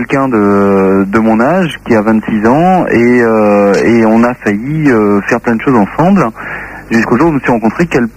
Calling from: Brest, Brittany, France; moi j'appelle de Brest, j'ai 26 ans.

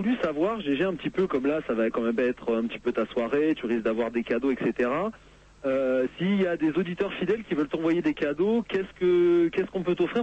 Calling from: Île-de-France, France; J'appelle de la région parisienne.

